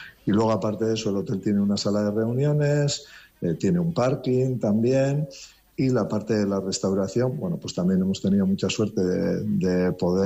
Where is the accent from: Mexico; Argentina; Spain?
Spain; San Sebastián, Basque Country